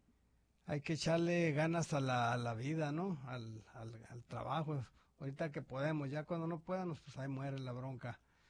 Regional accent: Mexico; así somos los mexicanos, ¿no? Trabajadores.

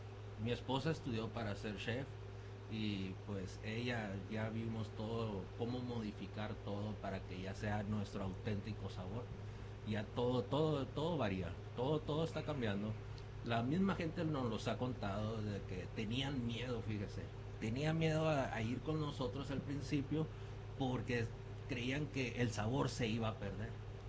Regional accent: Sonora, Mexico; Nosotros somos de la Sierra Alta de Sonora, del río Sonora.

